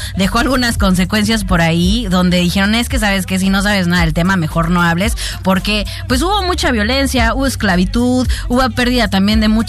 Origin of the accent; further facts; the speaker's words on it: Mexico; Ya sabemos cómo somos los mexicanos de atacados